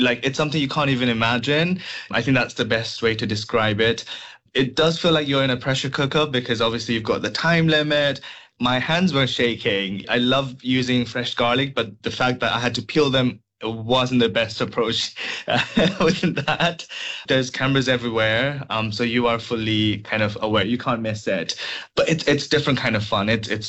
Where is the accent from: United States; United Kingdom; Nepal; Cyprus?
Nepal; Dharan, Koshi Province; infamous from where I am, my hometown Dharan